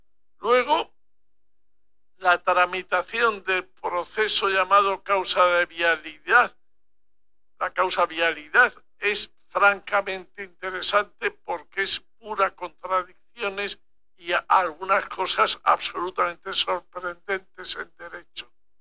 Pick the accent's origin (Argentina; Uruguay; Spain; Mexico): Spain; Soy español y usted es argentino.